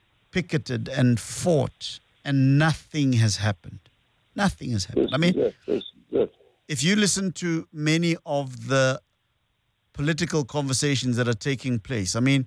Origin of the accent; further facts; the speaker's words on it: South Africa; Yes, I grew up in South Africa